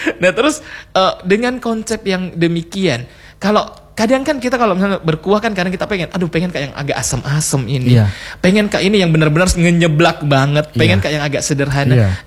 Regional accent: Sulawesi, Indonesia; Mungkin kurang cocok kalau untuk saya orang Sulawesi yang jarang saya rasa kencur.

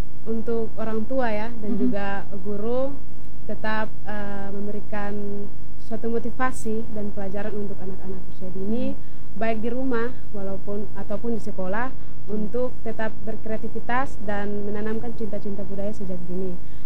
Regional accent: Alor, East Nusa Tenggara, Indonesia; kami adalah asal usul dari Alor

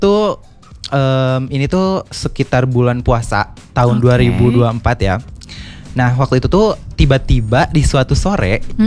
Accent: Garut, West Java, Indonesia; Aku asli Garut sih.

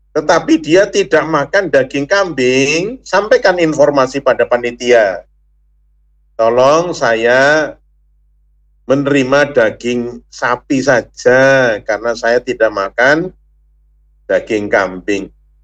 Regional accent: Banyumas, Central Java, Indonesia; bahasa kita orang Banyumas tidak ngarani

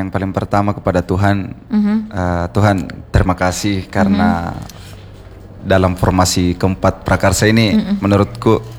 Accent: Makassar, South Sulawesi, Indonesia; born there; Dan untuk Kota Makassar, saya bangga lahir di Kota Dayeng ini.

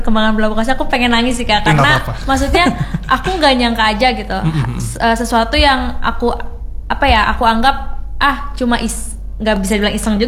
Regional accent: Tangerang, Banten, Indonesia; ke rumah aku orang Tangerang btw

